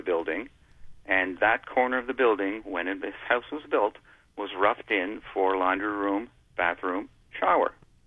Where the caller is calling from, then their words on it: Montreal, Quebec, Canada; I have a single home in Pierrefonds